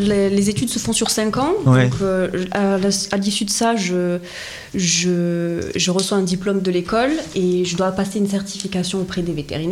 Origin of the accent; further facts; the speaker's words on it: Occitanie, France; dire que je suis même gersoise pure souche.